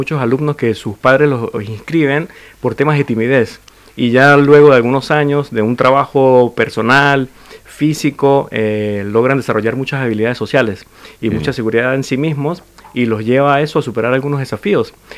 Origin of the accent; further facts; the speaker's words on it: San Cristóbal, Táchira, Venezuela; moved away as an adult; now in Santa Cruz, Chile; San Cristóbal, se llama San Cristóbal, sí, yeah. Una ciudad andina, de hecho.